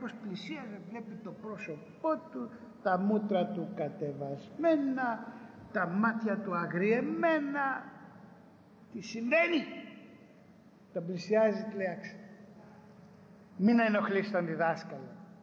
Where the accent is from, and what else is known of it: Piraeus, Attica, Greece; born or raised there